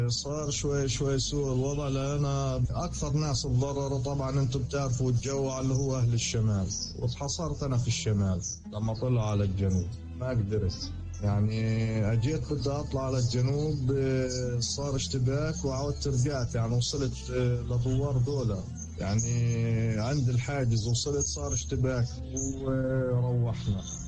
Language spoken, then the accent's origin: Arabic; Gaza, Gaza Strip, Palestine; moved away as an adult; now in Egypt; أنا عانيت يعني فترة طويلة لما أنا طلعت من غزة كمان